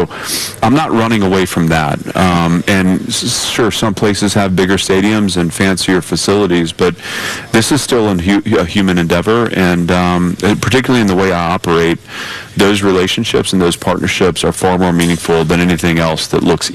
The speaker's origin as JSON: {"language": "English", "town": "Nashville", "region": "Tennessee", "country": "United States", "tie": "born or raised there", "said": "Nashville's my hometown."}